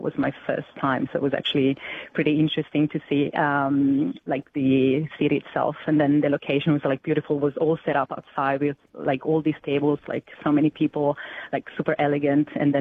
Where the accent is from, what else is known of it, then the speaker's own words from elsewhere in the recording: Italy; moved away as an adult; now in Australia; I'm already a midwife in my country. I come from Italy.